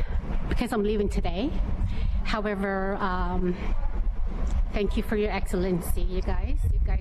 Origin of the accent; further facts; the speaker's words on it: Behchoko, Northwest Territories, Canada; now in Yellowknife, Canada; I reside in Yellowknife. I was born and raised in Bechacombe.